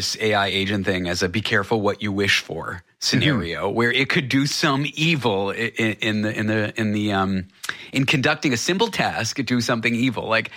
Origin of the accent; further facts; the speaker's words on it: Canada; I'm a Canadian citizen